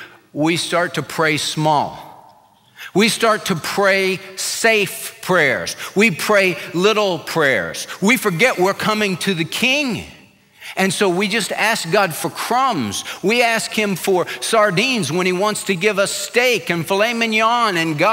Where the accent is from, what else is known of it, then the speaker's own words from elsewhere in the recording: California, United States; When I was a little kid, we had a pool in my backyard growing up in California.